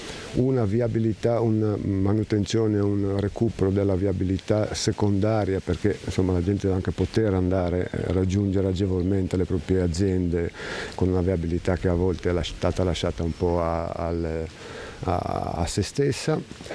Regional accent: Pietrabruna, Liguria, Italy; pur essendo legato in maniera viscerale a Pietrabruna, perché io sono cresciuto qui fino a dopo l'università, i miei genitori abitano ancora qua, i miei amici di infanzia abitano qua, quindi è il mio paese, voglio dire. Non mi sento altro che se non di Pietrabruna.

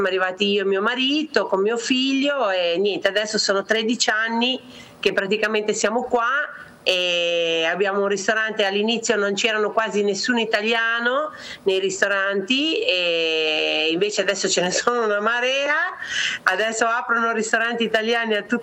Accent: Pietra Ligure, Liguria, Italy; now in Jakarta, Indonesia; noi, nati sul mare, perché noi siamo di Pietraligure, quindi 5 minuti eri al mare

